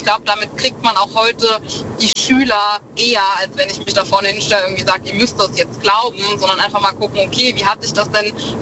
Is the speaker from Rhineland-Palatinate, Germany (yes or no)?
yes; Osann-Monzel, Rhineland-Palatinate, Germany; Hi, aus Osernmonzel an der Mosel bei Trier.